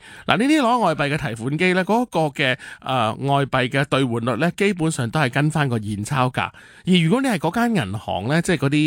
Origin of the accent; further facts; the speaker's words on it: Hong Kong; 我哋香港人